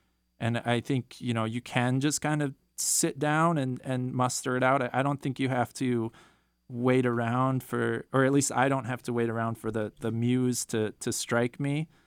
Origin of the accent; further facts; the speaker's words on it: Minneapolis, Minnesota, United States; now in Sacramento, United States; And I'm from Minneapolis.